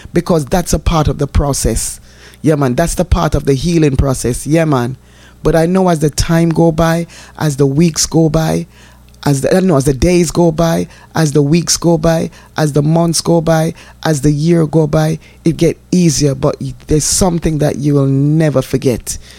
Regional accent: Jamaica; moved away; Because I remember growing up in Jamaica

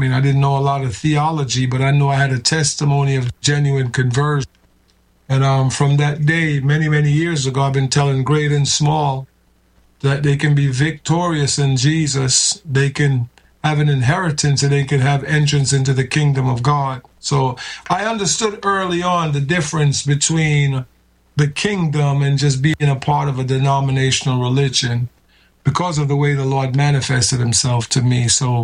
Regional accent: New York City, New York, United States; also born or lived in Kingston, Jamaica; Grew up in New York City.

